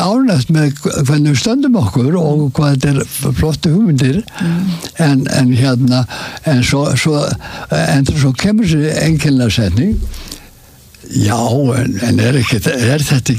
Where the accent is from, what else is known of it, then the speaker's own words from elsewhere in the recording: Reykjavík, Capital Region, Iceland; Já, ég alinn upp í Reykjavík alveg með allir stórum staði þegar skilningi að ég alinn upp í tjörninni Reykjavík það ég fættist á Eiríksgötunni